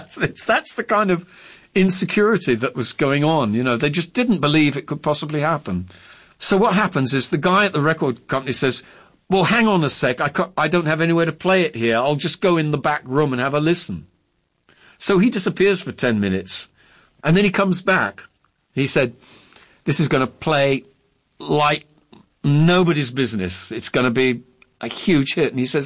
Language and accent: English; England, United Kingdom; He knew I, as an Englishman, I loved puns.